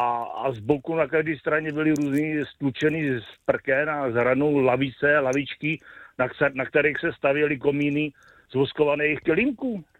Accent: Pardubice Region, Czechia; born there; Já pocházím z Pardubicka, kde jsme vymetali Big Beaty na klasických adresách jako Újezd u Přelouče, Semín, Strášov, Valí.

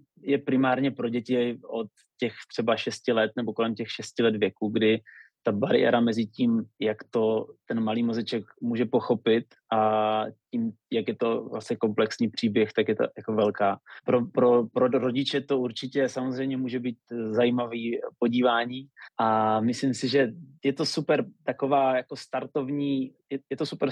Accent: Lipník nad Bečvou, Olomouc Region, Czechia

